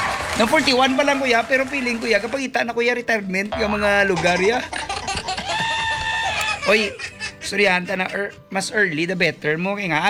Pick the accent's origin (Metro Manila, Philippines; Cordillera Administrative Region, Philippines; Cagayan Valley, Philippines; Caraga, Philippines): Metro Manila, Philippines; Pasay; also born or lived in Parañaque; kasi I was born in Parañaque, lumaki ako ng Pasay or Electrical Road. I'm a pure Tagalog.